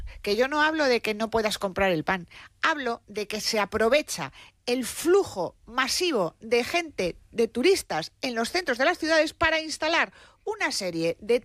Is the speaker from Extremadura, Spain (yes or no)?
no; Madrid, Community of Madrid, Spain; yo soy de Madrid, pero amo Santiago de Compostela.